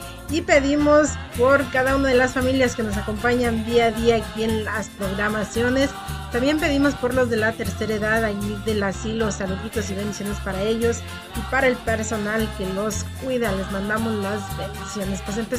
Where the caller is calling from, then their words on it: Villa de Cos, Zacatecas, Mexico; Buenas tardes, ya llegué y estoy aquí desde Villa de Costa, Zacatecas … hasta donde llegue la señal de radio Recuerdos de mi Tierra.